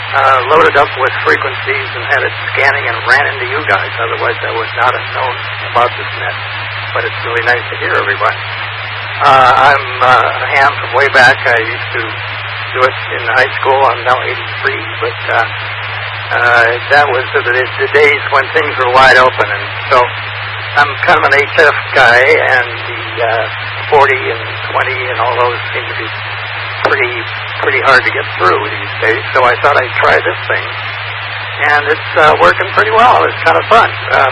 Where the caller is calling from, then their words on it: Kirkland, Washington, United States; I'm from Kirkland.